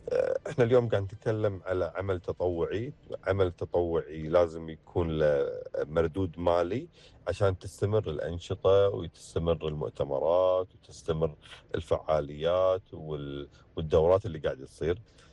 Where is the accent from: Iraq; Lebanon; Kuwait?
Kuwait; عندنا في الكويت